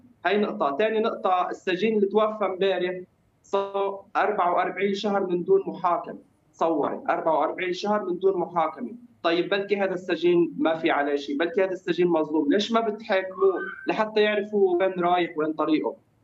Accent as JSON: {"language": "Arabic", "country": "Syria", "lives_now": "Damascus, Syria", "said": "نحن عم نحاول انه كسورية عم نفتح صفحة جديدة مع لبنان"}